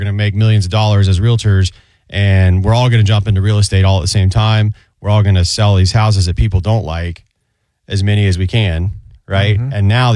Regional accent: Sawgrass, Florida, United States; I grew up in Sawgrass, the TPC, the Players side of Sawgrass.

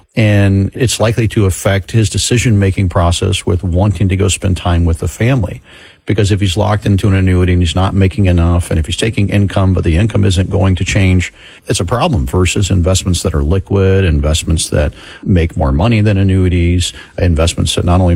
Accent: Florida, United States; born or raised there

